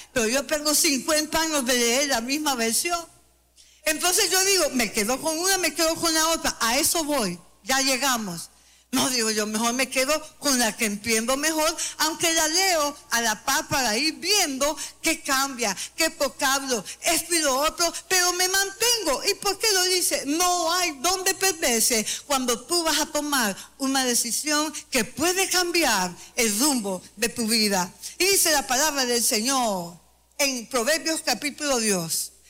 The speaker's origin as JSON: {"language": "Spanish", "country": "El Salvador", "said": "Así somos nosotros los salvadoreños."}